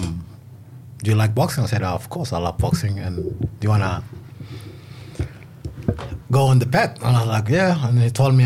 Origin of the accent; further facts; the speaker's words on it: Sudan; English is a second language; also born or lived in Melbourne; now in Alice Springs, Australia; I'm originally from Sudan. I come to Australia 15 years ago. I was first in Melbourne.